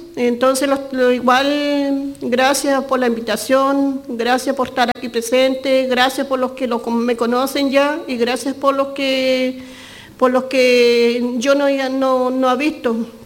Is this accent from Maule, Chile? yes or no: no; Los Muermos, Los Lagos, Chile; Soy la mamá de … por lo menos yo vengo de Los Muermos, una hora de Puerto a Los Muermos